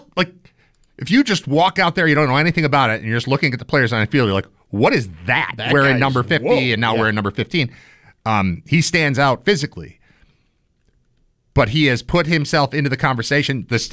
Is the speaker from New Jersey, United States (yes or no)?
no; Buffalo, New York, United States; Look, man, I'm from Buffalo. I like when people notice our guys.